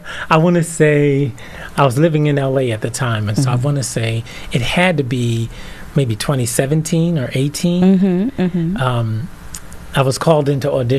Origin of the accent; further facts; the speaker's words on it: Philadelphia, Pennsylvania, United States; moved away; also born or lived in Los Angeles; You know, I'm born and raised in Philly.